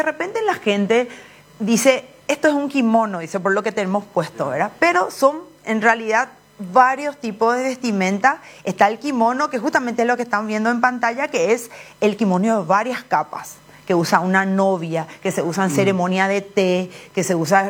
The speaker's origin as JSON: {"language": "Spanish", "country": "Paraguay", "said": "Yo ya soy paraguaya, pero sí de madre paraguaya y padre japonés."}